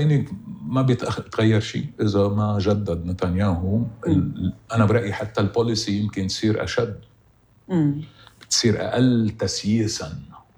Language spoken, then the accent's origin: Arabic; Lebanon; أنا لبناني